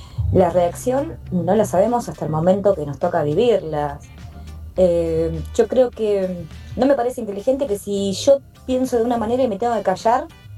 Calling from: San Justo, Buenos Aires Province, Argentina; de San Justo.

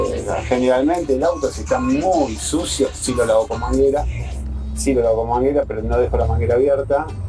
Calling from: Argentina; Hola, soy de Latina. … de Cepeña.

